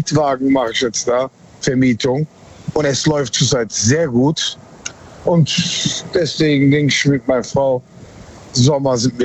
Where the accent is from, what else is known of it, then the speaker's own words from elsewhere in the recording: Cologne, North Rhine-Westphalia, Germany; Ja, aus Köln.